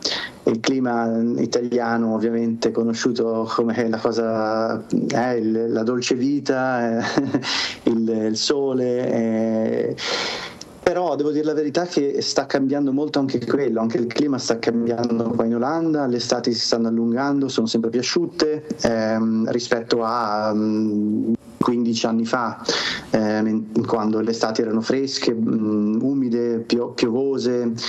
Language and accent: Italian; Genoa, Liguria, Italy; moved away as an adult; now in Venray, Netherlands; essendo ligure, essendo di Genova